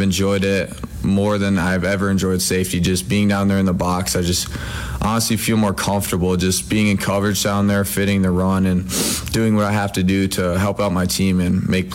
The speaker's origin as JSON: {"language": "English", "region": "Minnesota", "country": "United States", "tie": "born or raised there", "said": "it really was a blessing being able to play at my home state and for like a team I grew up watching. My parents went to the University of Minnesota"}